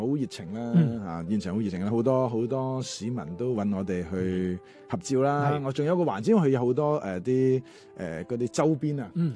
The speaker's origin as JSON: {"language": "Cantonese", "country": "Macau", "said": "咁因為咧，我本身係雖然澳門人啫，但我好少一直都冇講朱仲文呢個人嘅喺澳門。"}